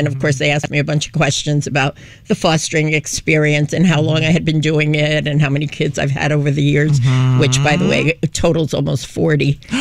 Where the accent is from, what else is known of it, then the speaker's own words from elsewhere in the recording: Paterson, New Jersey, United States; moved away; also born or lived in Italy / New York City / Virginia / Massachusetts; no, I was born in Italy, but then we came to Jersey. We immigrated there. And those days you had to be sponsored. And so my mother's adoptive aunt and uncle sponsored us. And that's how come we ended up there. But yes, then I went through school there